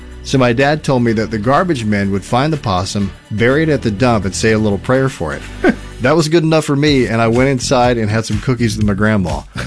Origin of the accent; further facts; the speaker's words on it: the South, United States; In my hometown, there was an old fruit canning factory, and I lived in the South, so with our accents, it was always called the Cannon Factory.